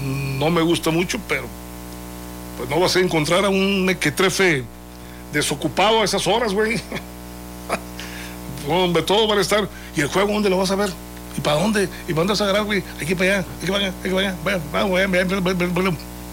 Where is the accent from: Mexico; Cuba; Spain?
Mexico; pues soy mexicano.